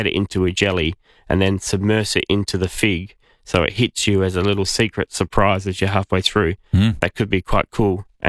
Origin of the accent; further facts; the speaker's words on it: South Australia, Australia; But I grew up in the Barossa, and I was always passionate about the Barossa.